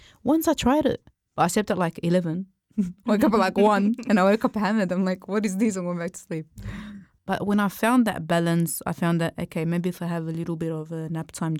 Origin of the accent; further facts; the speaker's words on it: Lebanon; I'm in Lebanon. And yeah, I'm Lebanese. I'm from Lebanon. I have uncles that are like 2 hours away.